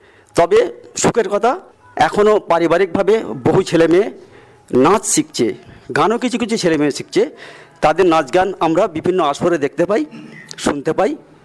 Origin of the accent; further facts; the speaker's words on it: West Bengal, India; আমি এলাকার বাসিন্দা, আমি ছেলেবেলা থেকেই সংস্কৃতি চর্চা দেখে আসছি প্রায় 5টি দশক ধরে। আমাদের গ্রামের পাশ দিয়ে নদ বয়ে গেছে, দামোদর নদ